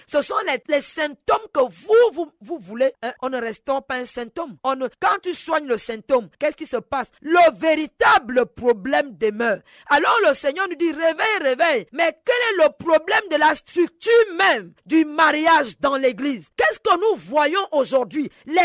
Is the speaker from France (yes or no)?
no; Gabon; pourquoi le problème est récurrent au Gabon chez moi?